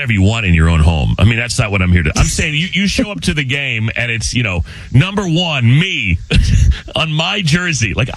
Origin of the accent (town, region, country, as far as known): Arizona, United States; born or raised there; now in Chicago, United States